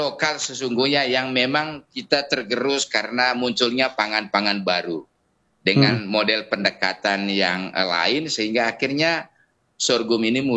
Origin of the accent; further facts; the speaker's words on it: East Nusa Tenggara, Indonesia; di situasi kita orang NTT yang cuaca sangat ekstrim dengan kekeringan.